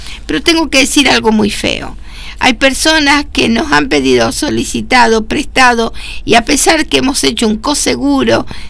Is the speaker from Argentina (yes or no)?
yes; Argentina; nosotros como argentinos